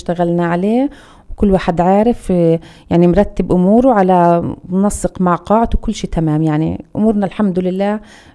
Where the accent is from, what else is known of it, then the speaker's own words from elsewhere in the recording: Dura, Hebron Governorate, Palestine; حتى لهجتنا يعني بالرغم من احنا كلنا ابناء دورة، بس بتحس بتعرفي من منطقة من اي منطقة من طريقة كلامه كمان.